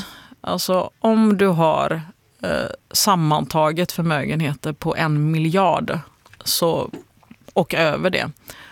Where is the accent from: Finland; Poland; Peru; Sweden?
Sweden; Gothenburg, Västra Götaland County; Det är jag väldigt glad över som gammal göteborgare. Jag är från Hisingen, vet du.